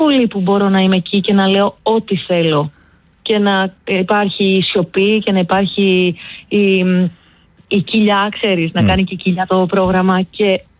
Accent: Drama, Eastern Macedonia and Thrace, Greece; now in Athens, Greece; Να σου πω ότι όταν κατέβηκα στην Αθήνα, επειδή εγώ ήρθα από τη Δράμα και η Αθήνα ήταν πολύ χαοτική

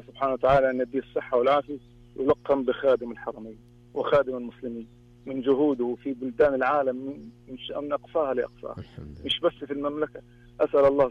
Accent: Egypt; انا مصري.

